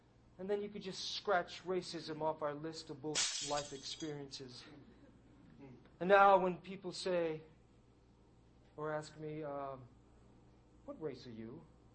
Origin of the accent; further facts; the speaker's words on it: Hawaii, United States; born there; I was born in Hawaii